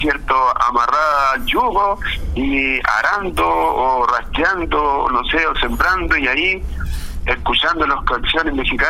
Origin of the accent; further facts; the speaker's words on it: Chile; los chilenos somos tan especiales